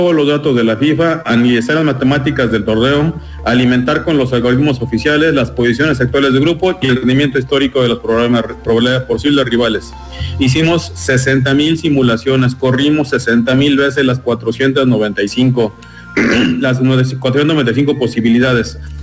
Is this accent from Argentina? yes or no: no; Mexico; porque somos mexicanos